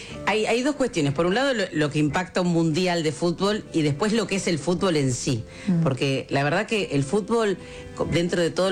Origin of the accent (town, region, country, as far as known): Argentina